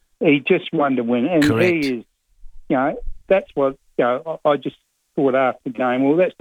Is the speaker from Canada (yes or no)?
no; Port Lincoln, South Australia, Australia; I grew up in Port Lincoln.